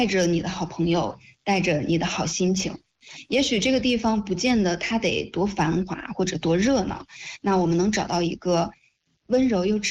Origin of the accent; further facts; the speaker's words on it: Chongli, Hebei, China; 那我自己呢，也是其中的一员，其实也是在用这种方式来，为我们的家乡文旅来助力。